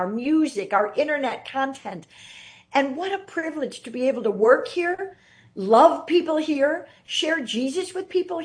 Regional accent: Chicago, Illinois, United States; moved away as an adult; now in Los Angeles, United States; I grew up in Chicago, and I came to L.A. to go to USC

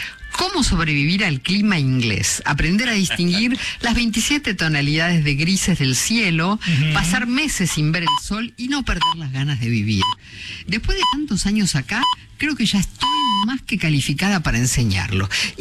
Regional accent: Posadas, Misiones, Argentina

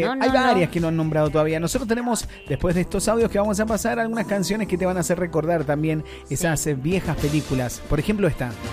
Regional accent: Maipú, Mendoza, Argentina; Sí, es el barrio Brandy, que qué es fuerte. Donde me crié de chico

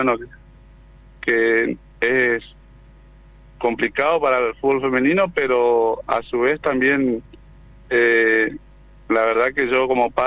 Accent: Resistencia, Chaco, Argentina; now in Buenos Aires, Argentina; Del Chaco, soy de Resistencia Chaco. Estoy viviendo acá en Buenos Aires.

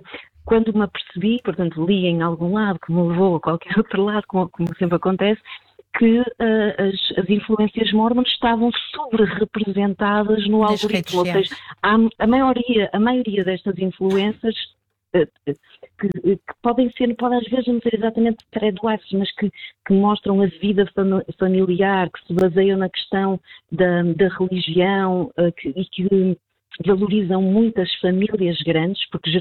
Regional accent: Portugal

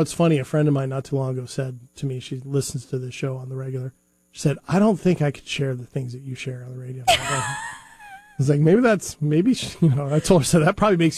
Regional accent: United States; I'm an American. I'm very screaming not local, right?

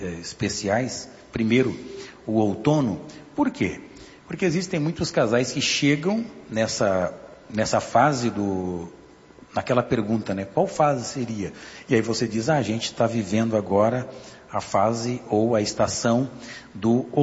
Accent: São Joaquim, Santa Catarina, Brazil; born there; now in São Paulo, Brazil

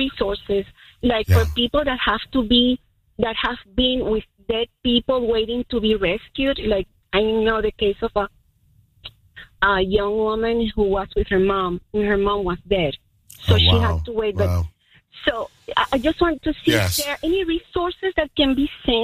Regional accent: Venezuela; Yes, I am from Venezuela.

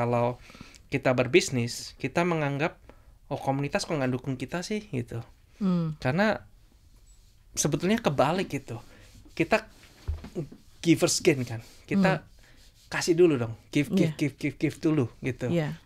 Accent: Surabaya, East Java, Indonesia; Apalagi saya dari Surabaya kan, Jawa ya. Saya sendiri udah dibilang orang Surabaya lebih frontal kan dibandingkan Jawa-Jawa lainnya gitu kan.

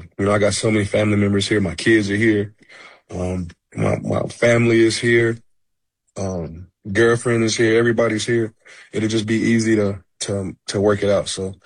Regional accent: Dallas, Texas, United States; You know, I've always, I grew up here in Dallas.

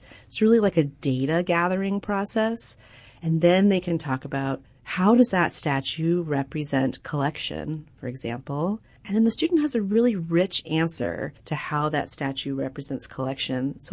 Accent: Nashville, Tennessee, United States; I grew up in Nashville, and I had a friend who would summer in Monteagle.

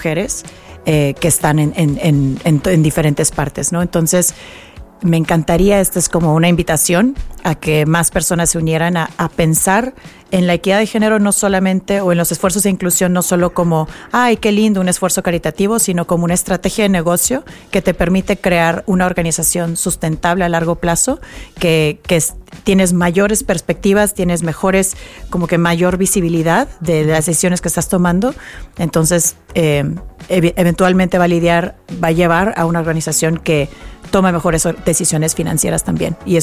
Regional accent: Mexico; moved away as an adult; now in United States; soy mexicana, crecí en México, aunque ahora me toca trabajar en Estados Unidos.

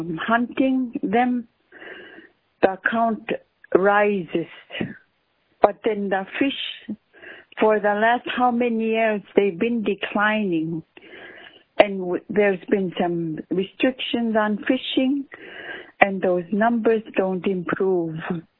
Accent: Kuihilnuk, Alaska, United States; now in Bethel, United States; I am from Kuihilnuk. I am sadly dislocated and now living in Bethel because we don't have our home.

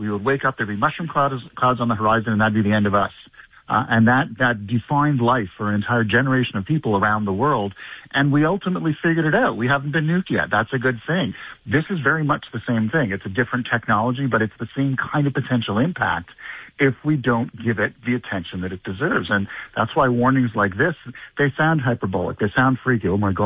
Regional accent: Canada; As a Canadian, that's just unacceptable.

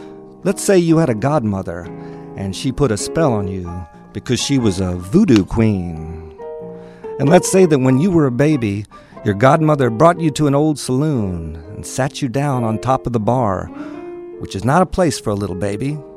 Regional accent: Dallas, Texas, United States; I grew up in Dallas. Bohemian artists, wolves for parents, and they knew a lot of artists who were a lot of really interesting people

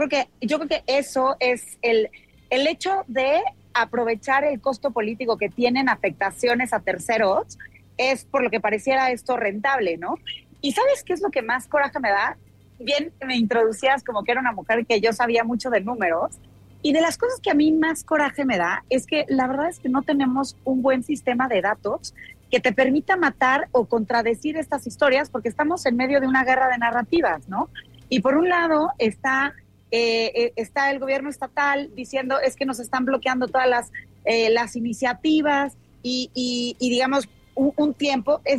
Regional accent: Mexico City, Mexico; yo que soy originaria de la Ciudad de México

